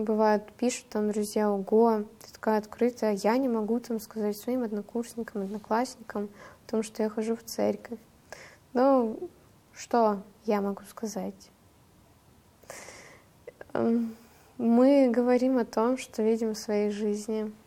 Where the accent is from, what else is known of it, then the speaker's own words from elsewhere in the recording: Gelendzhik, Krasnodar Krai, Russia; Одна или песня … — это Геленджик, мой родной город.